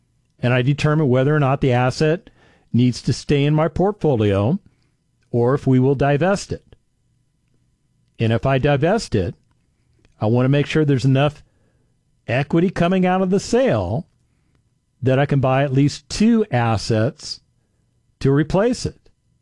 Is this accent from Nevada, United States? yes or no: yes; Las Vegas, Nevada, United States; I grew up in Vegas, so I know all about the risks.